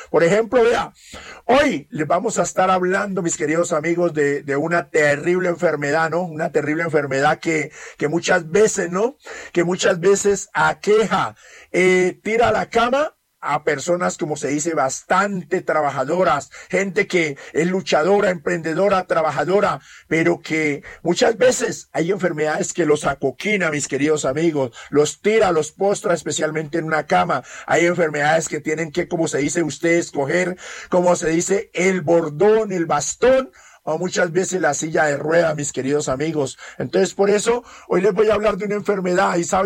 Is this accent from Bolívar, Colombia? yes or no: no; Villagarzón, Putumayo, Colombia; moved away; yo vengo prácticamente más abajito, a 20 minutos de Mocoa, Putumayo, un pueblito que se llama Villa Garzón.